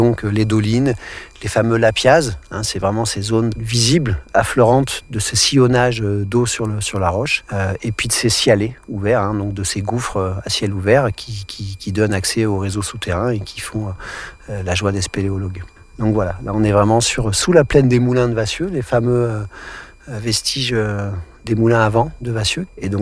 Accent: Grenoble, Auvergne-Rhône-Alpes, France; also born or lived in Verdun; now in Vercors, France; je suis né à Verdun, dans les tranchées, non dans les dolines, aussi dans des fonds de trous. J'y ai peu grandi, hein, puisque j'ai débarqué à Grenoble à 4 ans, et voilà, l'évolution professionnelle de mes parents ont plutôt fait de moi un grenoblois ou un alpin.

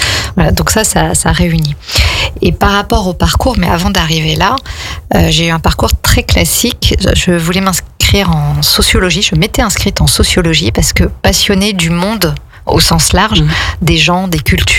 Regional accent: Strasbourg, Grand Est, France; now in Aix-les-Bains, France; déjà enfant, je suis strasbourgeoise et j'habitais pas au centre-ville, mais vraiment la périphérie qui est vraiment juste à côté. Et il y avait encore forêt urbaine, il y avait encore les champs et tout à l'époque.

